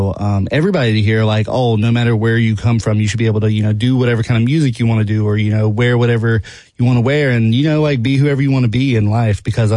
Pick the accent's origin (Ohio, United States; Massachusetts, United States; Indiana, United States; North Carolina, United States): North Carolina, United States; I grew up in North Carolina. I grew up in Ashe County, North Carolina, in a very rural community.